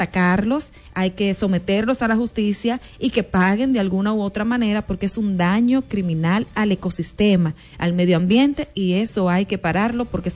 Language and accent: Spanish; Dominican Republic; Entonces, eso no es un secreto para nosotros como dominicanos.